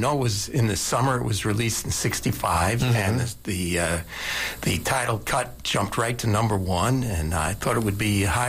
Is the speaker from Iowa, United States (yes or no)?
no; New York City, New York, United States; I grew up in Flushing, 10 minutes from Shea Stadium